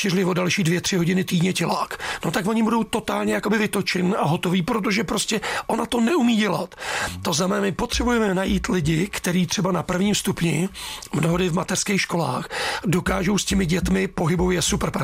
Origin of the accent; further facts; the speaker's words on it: Příbram, Central Bohemian Region, Czechia; No samozřejmě, já jsem Příbramák, jsem z Brd, takže já jsem tam je opět stupňů neustále méně než Praze.